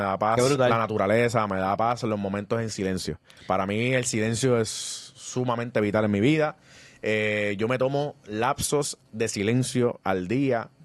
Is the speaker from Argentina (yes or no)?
no; San Juan, Puerto Rico; yo soy de costa. Yo nací en Villa Palmera, yo soy de Santurce.